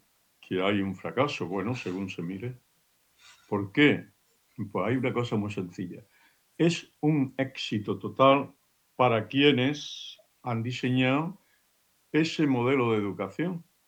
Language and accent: Spanish; Spain; España somos los españoles.